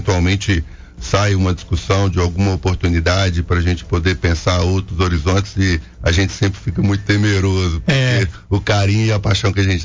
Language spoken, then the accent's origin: Portuguese; Ipatinga, Minas Gerais, Brazil; also born or lived in Coronel Fabriciano; Eu sou daqui de Coronel Fabriciano, mas sempre morei em Ipatinga, e saí só para estudar, né, para fazer fisioterapia. E depois a gente voltou.